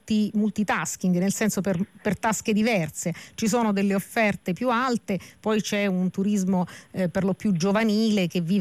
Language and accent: Italian; Apulia, Italy; Bellissimo, sottoscrivo da pugliese.